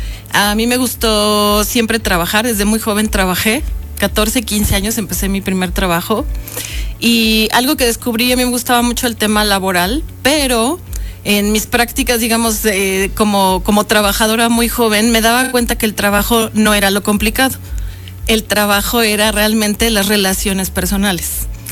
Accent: Puebla, Mexico; also born or lived in Mexico City; pues sí, llegué muy chica, 8 o 9 años, ya digo que yo soy poblana adoptada, entonces, pero o sea, nací en Ciudad de México.

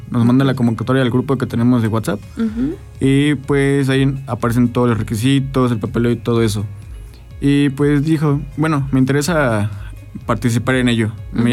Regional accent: Cuetzalan, Puebla, Mexico

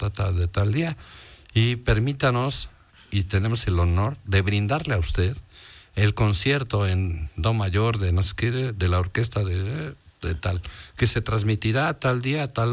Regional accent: Mexico; ¿De dónde eres? De México.

